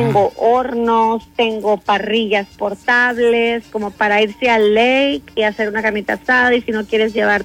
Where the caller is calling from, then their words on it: Bryan, Texas, United States; es aquí en Bryan